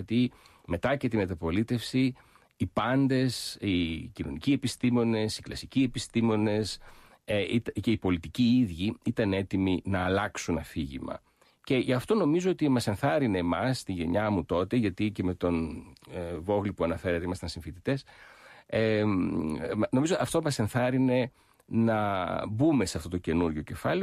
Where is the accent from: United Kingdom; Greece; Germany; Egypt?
Egypt; Alexandria, Alexandria Governorate; το γεγονός ότι γεννήθηκα και μεγάλωσα στην Αλεξάνδρεια, στην Αίγυπτο, στο πλαίσιο της ελληνικής παρικίας, στα παρικιακά σχολεία